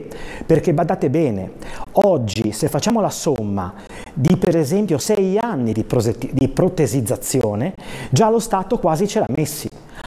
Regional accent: La Spezia, Liguria, Italy; Perché io che vengo da Spezia e sono sindaco di Riccò del Golfo di Spezia

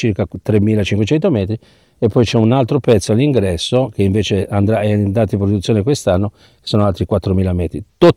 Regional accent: Genoa, Liguria, Italy; ci aggiungo anche da genovese

